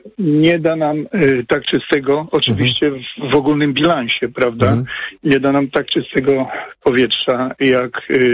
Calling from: Warsaw, Masovian Voivodeship, Poland; Nie, ja dzwonię z Warszawy, Targówka.

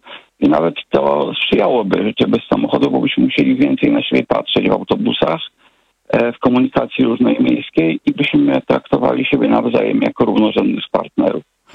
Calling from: Warsaw, Masovian Voivodeship, Poland; mieszkam w Warszawie, a do pracy jeżdżę do Łomianek.

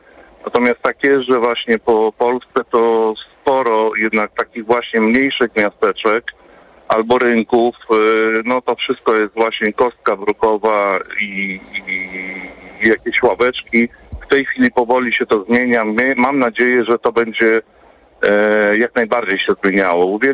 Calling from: Warsaw, Masovian Voivodeship, Poland; też mieszkam w Warszawie

